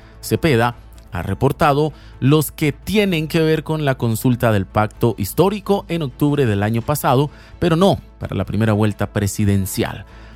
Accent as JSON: {"language": "Spanish", "country": "Colombia", "said": "todos somos colombianos."}